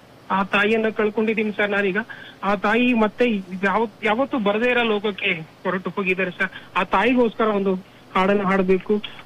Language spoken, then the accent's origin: Kannada; Davanagere, Karnataka, India; ನಮ್ಮ ಊರು ದಾವಣಗೆರೆ.